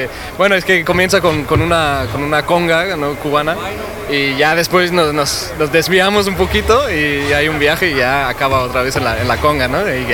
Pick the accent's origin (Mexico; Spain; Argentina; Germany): Germany; Düsseldorf, North Rhine-Westphalia; Sí, es que soy de aquí, de Düsseldorf, nací aquí y nada, pues aquí doy lo que puedo.